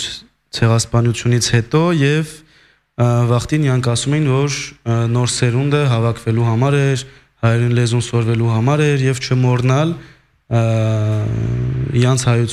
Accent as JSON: {"language": "Armenian", "town": "Lyon", "region": "Auvergne-Rhône-Alpes", "country": "France", "said": "ես Լյոնից եմ, Լյոնից մի կես ժամ կամ մի քաղաք Վիեն"}